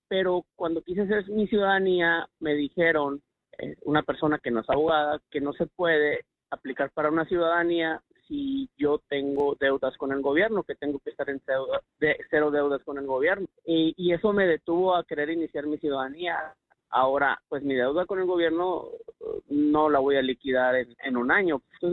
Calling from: Arizona, United States; residente desde el 2014 y se me vence mi residencia en el 2024. Soy residente de Arizona.

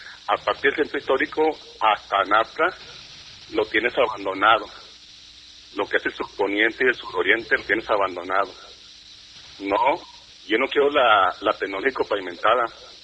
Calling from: Ciudad Juárez, Chihuahua, Mexico; Yo soy un ciudadano que vive en el poniente de la ciudad. Tengo 40 años viviendo aquí en esta área.

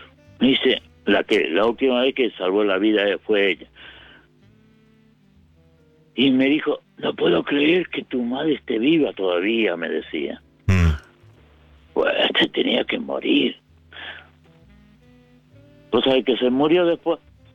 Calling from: Longchamps, Buenos Aires Province, Argentina; Soy de Longchamp.

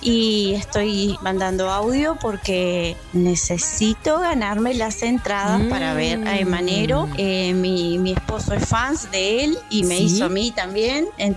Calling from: Melo, Cerro Largo, Uruguay; Te hablo de Melo, Cerro Largo.

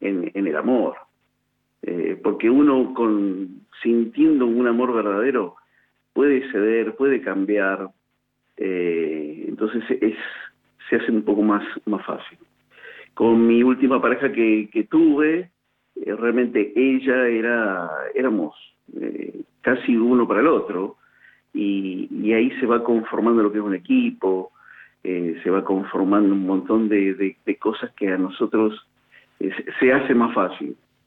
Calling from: Mendoza, Argentina; soy … de Mendoza.

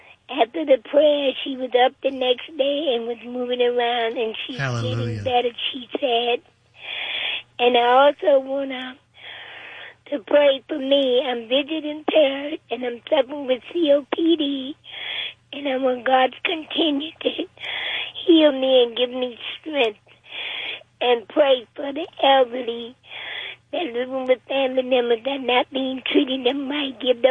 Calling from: New York, United States; I'm calling from New York

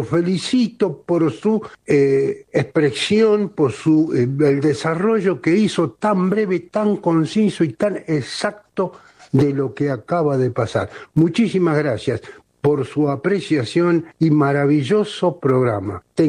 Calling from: Juan N. Fernández, Buenos Aires Province, Argentina; de Juan N. Fernández, acá al sur de Necochea.

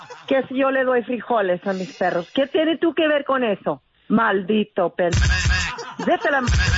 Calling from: Mexico; Yo soy mexicana

